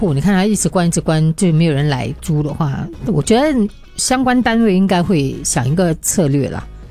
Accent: Singapore

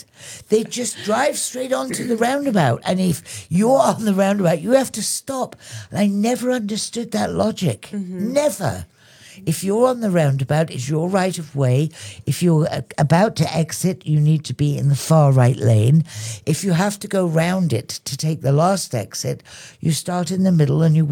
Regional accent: England, United Kingdom; now in Dominica; I'm English.

